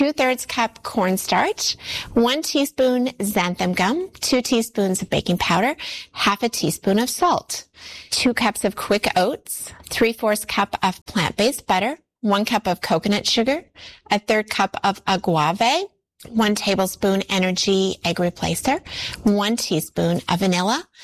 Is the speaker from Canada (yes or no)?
yes; Canada; moved away; It actually comes from my home country of Canada.